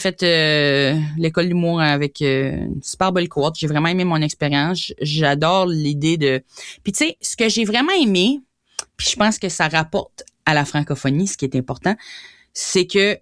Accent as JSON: {"language": "French", "town": "Grand Falls", "region": "New Brunswick", "country": "Canada", "also_born_or_lived": "Moncton", "moved": "yes", "said": "Moi, je viens de Grand-Sault, c'est juste à côté d'Edmundston."}